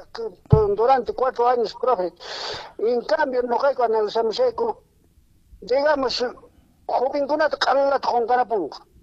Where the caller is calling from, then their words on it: Peru; yo soy de Vista Alegre, Santa Cara.